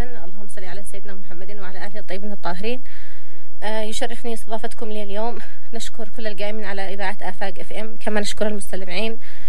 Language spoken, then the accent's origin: Arabic; Yemen; اللي احنا عندنا في اليمن